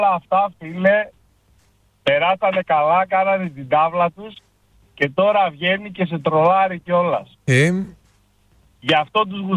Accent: Greece; now in England, United Kingdom; Εγώ δεν είμαι Έλληνας. Ναι. Μεγάλωσα όμως στην Ελλάδα. Πήρα ελληνική νοοτροπία, ελληνική ιστορία, ελληνικό διαβατήριο και με το που το πήρα έφυγα τρέχοντας.

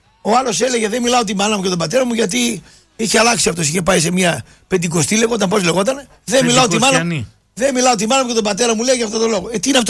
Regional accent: Thessaloniki, Central Macedonia, Greece; Εγώ μεγάλωσα στην Τούμπα

